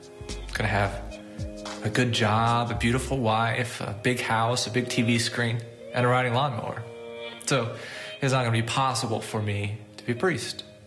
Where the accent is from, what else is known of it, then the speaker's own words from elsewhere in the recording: Owensboro, Kentucky, United States; I'm originally from Owensboro, and I'm presently a priest at St. Joseph and Paul in Owensboro, Kentucky.